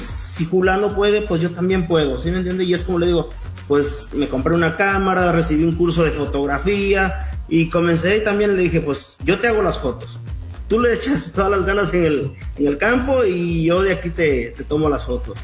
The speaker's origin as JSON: {"language": "Spanish", "country": "Guatemala", "moved": "yes", "lives_now": "Phoenix, United States", "said": "yo soy de Guatemala, mi esposa es de México y pues Chris nacido acá."}